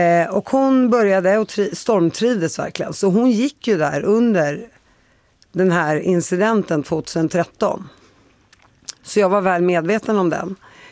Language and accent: Swedish; Palestine; jag är helt palestinier, min syster är helt arab som gick där